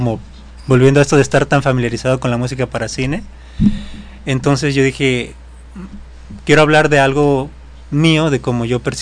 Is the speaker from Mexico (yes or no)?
yes; Atoyac de Álvarez, Guerrero, Mexico; yo vengo de una familia de Atoyac de Álvarez.